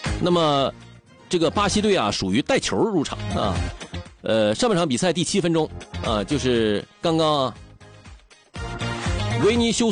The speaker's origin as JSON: {"language": "Chinese", "country": "China"}